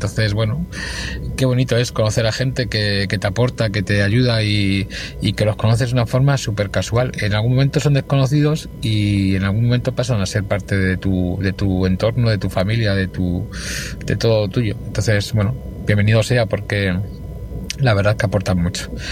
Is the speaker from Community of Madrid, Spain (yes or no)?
yes; Madrid, Community of Madrid, Spain; Hola, buenas … de Madrid.